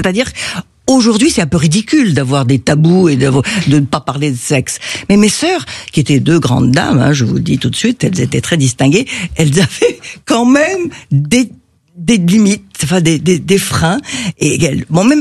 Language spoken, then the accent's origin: French; Rabat, Rabat-Salé-Kénitra, Morocco; Il était ingénieur agronome, et c'est pour ça que je suis née au Maroc.